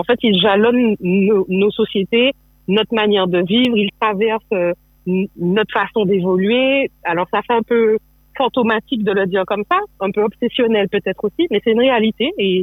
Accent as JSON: {"language": "French", "country": "Martinique", "tie": "born or raised there", "said": "je suis martiniquaise, donc c'est une histoire avec laquelle, qu'on le veuille ou non, elle est là avec nous, en fait. J'ai grandi en Martinique"}